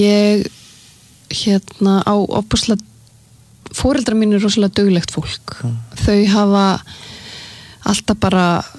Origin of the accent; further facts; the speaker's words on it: Sweden; Icelandic is a second language; ég alinn upp í Svíþjóð, alinn upp við að læra tvö tungumál á sama tíma